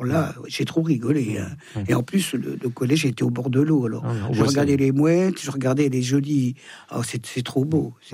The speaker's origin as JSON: {"language": "French", "town": "Thonon-les-Bains", "region": "Auvergne-Rhône-Alpes", "country": "France", "tie": "born there", "said": "Je suis née à Thonon."}